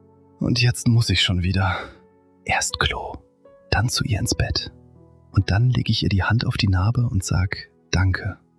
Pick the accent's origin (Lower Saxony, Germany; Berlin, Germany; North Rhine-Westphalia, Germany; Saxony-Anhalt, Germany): North Rhine-Westphalia, Germany; Cologne; Wir sind beide Kölner.